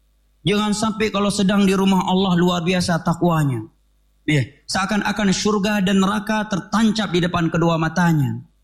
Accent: Aceh, Indonesia; Kami orang Aceh

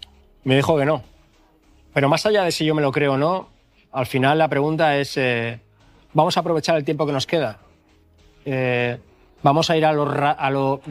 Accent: Andalusia, Spain; En mi tierra no veo yo a Antonio Maillo poniendo a Izquierda Unida detrás de adelante Andalucía, por ejemplo.

